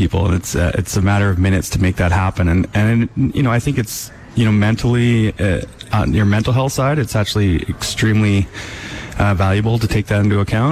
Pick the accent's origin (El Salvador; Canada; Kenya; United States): Canada; Vancouver, British Columbia; moved away as an adult; now in Penticton, Canada; I grew up in Vancouver, love Vancouver.